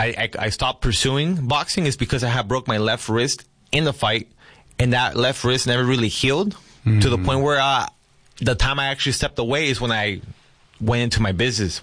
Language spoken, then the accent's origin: English; California, United States; No, this is back when I was still growing up in California.